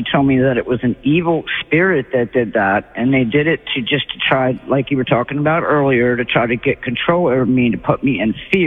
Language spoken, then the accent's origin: English; Essex, Maryland, United States; I grew up in Essex.